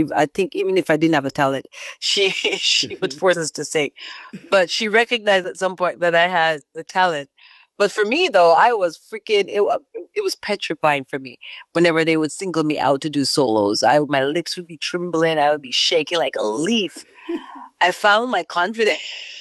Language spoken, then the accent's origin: English; Clarendon, Jamaica; now in Toronto, Canada; So I was born and raised in Clarendon, Jamaica, a little ghetto town called Ausol, in the country part. Mm. I'm a country girl, a tomboy at heart for sure. Raised by my grandparents